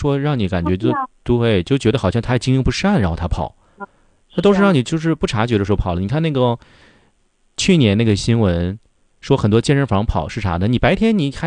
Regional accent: Northeast China, China; accent: Northeastern Mandarin; 就是咱们东北话叫洗大澡出去

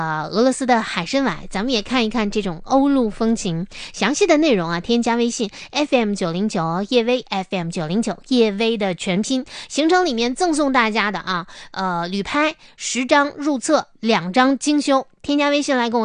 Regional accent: Northeast China, China; now in Harbin, China; 这个是独属于咱们东北人出境游的福利。

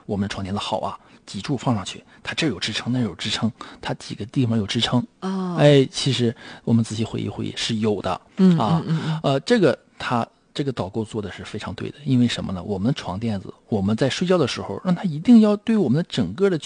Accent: Northeast China, China; accent: Northeastern dialect; 就是我们东北话讲叫硌得慌，

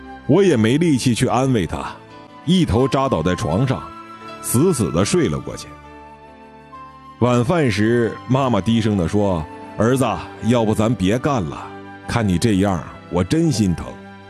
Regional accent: Daqing, Heilongjiang, China; 2006年从部队转业，分配到了钢铁1205钻井队，现任这个队的副队长。我虽然是一个土生土长的大庆人

